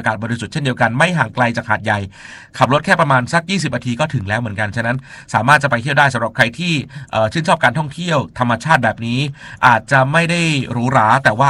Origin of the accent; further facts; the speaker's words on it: Songkhla, Thailand; คนใต้ครับเป็นคนสงขลาครับ